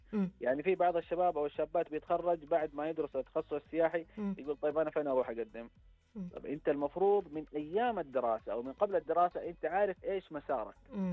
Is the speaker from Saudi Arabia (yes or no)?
yes; Mecca, Makkah Province, Saudi Arabia; عندنا في مكة